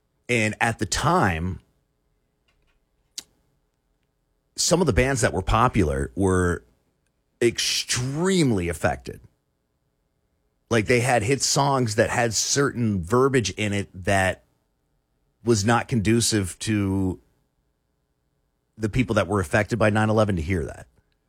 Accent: Florida, United States; moved away; I grew up in Florida, so I was in West Palm Beach.

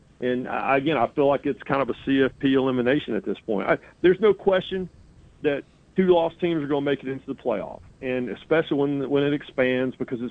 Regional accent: North Carolina, United States; moved away; So I grew up in North Carolina

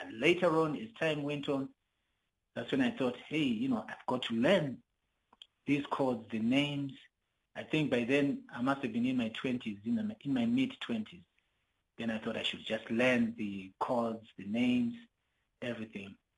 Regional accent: Bulawayo, Zimbabwe; And I grew up in Zimbabwe. I was born here in the southern part of Africa.

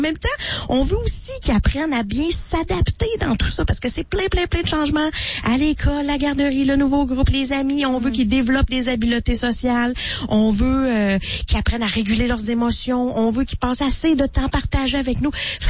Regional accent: Quebec, Canada; Nous autres, on est entre tout, là, en fait.

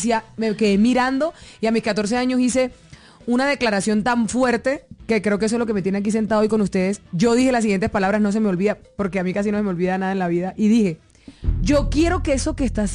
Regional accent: Aguachica, Cesar, Colombia; eso fue a mis 14 años. Fue el único concierto que él pudo hacer en Aguachica, mi tierra.

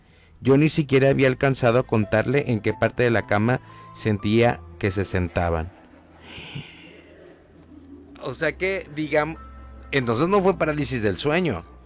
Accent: Mexico; Porque somos muy mexicanos

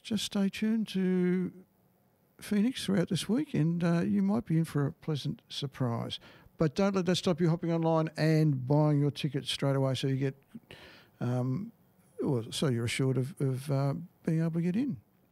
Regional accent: Geelong, Victoria, Australia; now in Bendigo, Australia; Growing up in Geelong

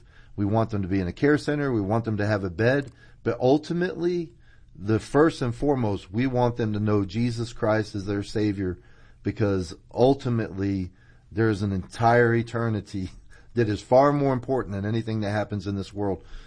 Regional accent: Tampa, Florida, United States; I was raised in Tampa.

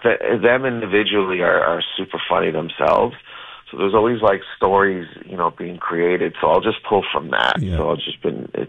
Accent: Windsor, Ontario, Canada; now in Los Angeles, United States; my home is Los Angeles.

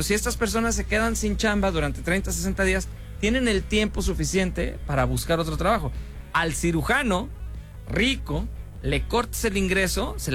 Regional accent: Guadalajara, Jalisco, Mexico; also born or lived in Culiacán

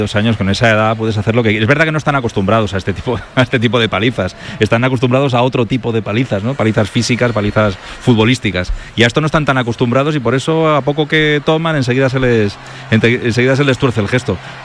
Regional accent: Spain; el ser capaz de unirnos a todos como españoles, cada uno a su manera

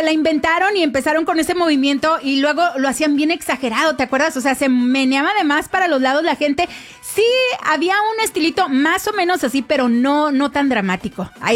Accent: Durango, Mexico; la raza que somos de Durango

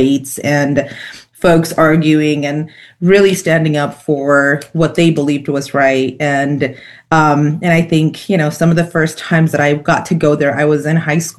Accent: New Mexico, United States; now in Senate District 9, New Mexico, United States; I grew up in the North Valley and in Southside Santa Fe. But I became the first person in my family to purchase a home. And that was in Senate District 9

